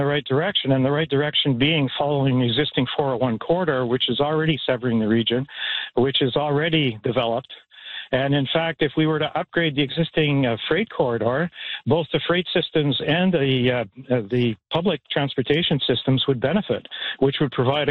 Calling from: Lanark County, Ontario, Canada; I'm a maple syrup producer in Lanark County

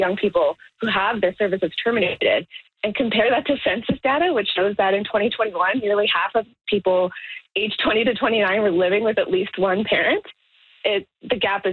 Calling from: Toronto, Ontario, Canada

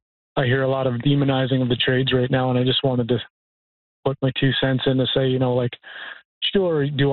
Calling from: Ottawa, Ontario, Canada; I've been an electrician for 20 years in Ottawa.

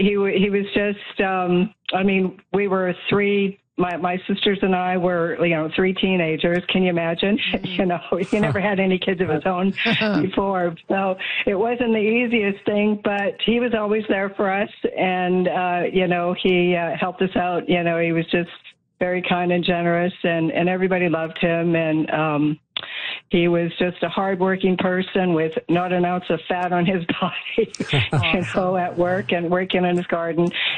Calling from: Edmonton, Alberta, Canada; Yeah. Edmonton.

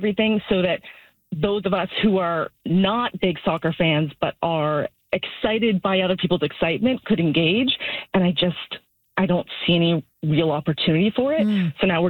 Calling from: Oakville, Ontario, Canada; I am in Oakville, and with that, I'm in normal people Oakville.

